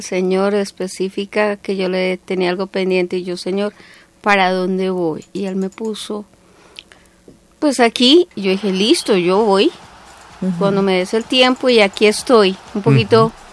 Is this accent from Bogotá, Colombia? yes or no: no; Soracá, Boyacá, Colombia; now in Madrid, Cundinamarca, Colombia; yo soy de Soraca, Boyacá, vivo, pero más de varios añitos en Madrid, Cundinamarca.